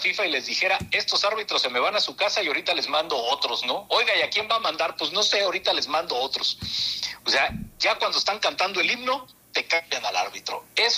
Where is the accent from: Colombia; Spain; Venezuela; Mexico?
Mexico; y al igual que todos los mexicanos, estoy muy ilusionado de que podamos tener un mundial histórico.